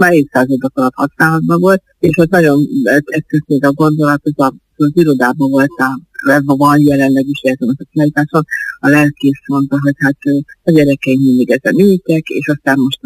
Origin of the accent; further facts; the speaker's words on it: Tiszáninnen, Hungary; gyerekkoromban ugye Tiszán innen is vagyok, és ott a parókián ott volt az édesapám szobájában az egyházláda.